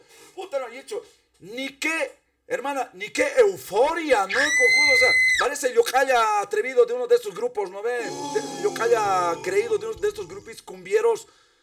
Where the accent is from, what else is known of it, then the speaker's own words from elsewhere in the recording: Bolivia; Son mis hermanos. Es mi gente. Somos bolivianos.